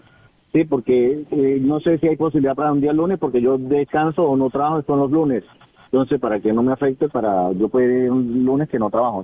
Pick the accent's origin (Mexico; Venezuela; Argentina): Venezuela; moved away as an adult; Yo fui militar en mi país, pues me vine por la situación, obviamente metí mi baja militar, me la dieron, me costó para que me la dieran, pero, metí mi baja militar allá en Venezuela